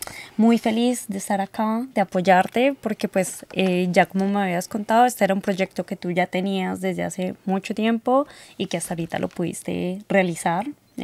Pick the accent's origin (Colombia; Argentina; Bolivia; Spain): Colombia; Bogotá; now in Australia; Bueno, soy de uno de los más bonitos países de Sudamérica, Colombia, de la ciudad de Bogotá.